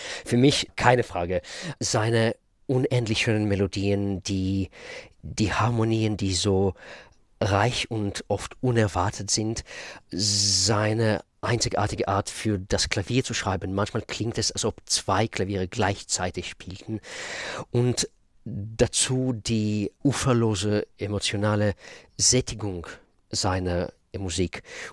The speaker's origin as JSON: {"language": "German", "country": "Israel", "tie": "born or raised there", "second_language": "German", "moved": "as an adult", "said": "Und Hebräisch, ja, ich bin in Israel aufgewachsen. 25 Jahre habe ich da gelebt. Fast alle meine Freunde sind immer noch in Israel."}